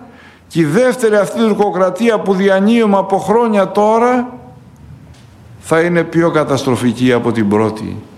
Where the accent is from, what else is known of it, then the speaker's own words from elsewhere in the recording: Greece; είμαι Έλλην.